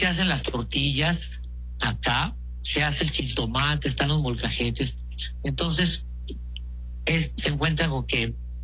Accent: Yucatán, Mexico; moved away as an adult; now in Puntarenas, Costa Rica; Y creo que soy el único yucateco en toda Latinoamérica que tiene este distintivo.

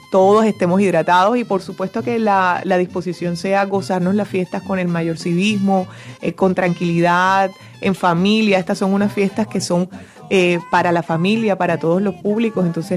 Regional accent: Cartagena, Bolívar, Colombia; Realmente yo como cartagenera lo que quiero es invitar a los que somos cartageneros a que nos apropiemos, a que realmente procuremos el rescate de nuestras tradiciones, de nuestras fiestas, desde los barrios

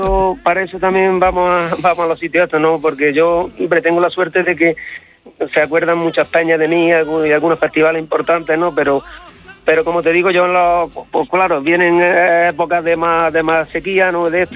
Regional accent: Adamuz, Andalusia, Spain; en mi pueblo, pues gracias a Dios, aquí en Adamuz

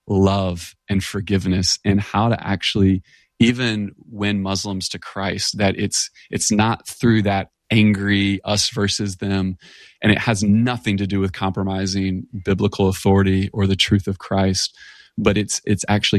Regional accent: Tennessee, United States; I'm from Tennessee, so I can feel where you are there in Chattanooga. My dad's side of the family's up the road in Shelbyville.

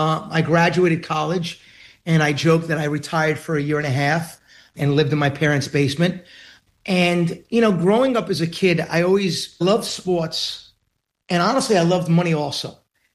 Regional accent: Queens, New York, United States; It's why I always say … from Queens, right?

